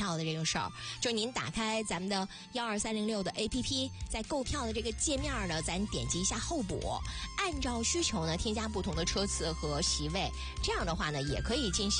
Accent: China; 对我们中国人来说

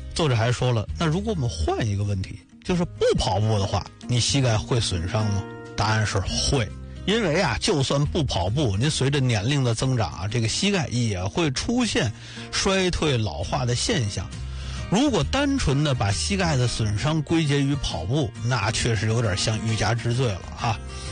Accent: China

